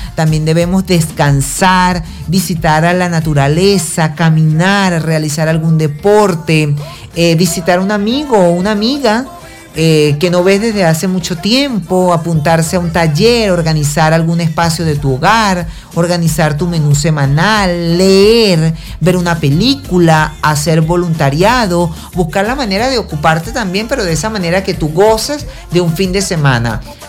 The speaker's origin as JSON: {"language": "Spanish", "country": "Venezuela", "said": "somos venezolanos de bien, somos gente luchadora, gente buena"}